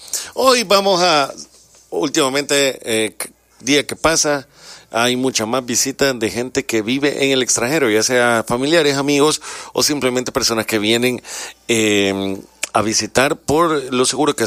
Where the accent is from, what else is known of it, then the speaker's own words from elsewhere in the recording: El Salvador; tropicalmente hablando como salvadoreño